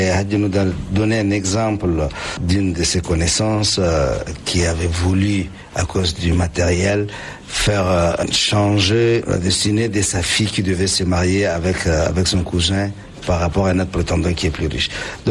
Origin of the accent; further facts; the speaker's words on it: Chad; on a envie aussi de nous sentir tchadiens avec nos choses.